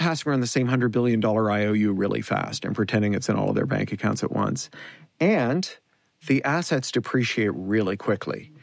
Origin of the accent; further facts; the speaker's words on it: Canada; There's a great story about the customer service stuff that is especially poignant for me as a Canadian, which is the Air Canada story.